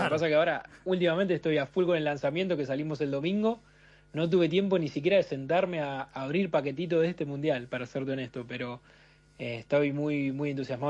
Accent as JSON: {"language": "Spanish", "town": "Rosario", "region": "Santa Fe", "country": "Argentina", "said": "yo soy de Rosario, el Parque Rivadavia me queda muy lejos, no puedo ir."}